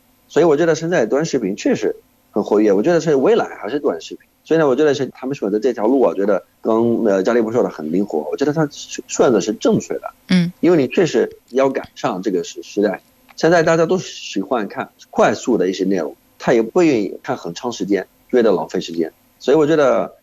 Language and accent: Chinese; Jordan; 我是来自约旦的